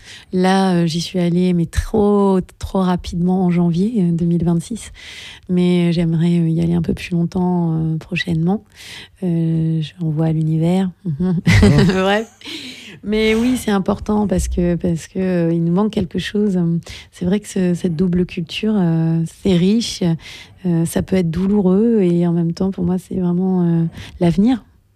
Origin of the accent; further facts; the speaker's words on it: Lisieux, Normandy, France; born there; first language French; moi je suis née à Lisieux, hein. C'est pas très oui. exotique, mais mon papa est de Guadeloupe.